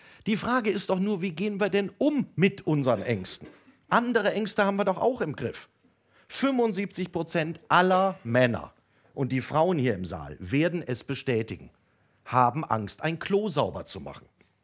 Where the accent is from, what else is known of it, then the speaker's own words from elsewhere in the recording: Hesse, Germany; moved away; Ich bin Hesse. Wie reden die Leute in meiner hessischen Heimat?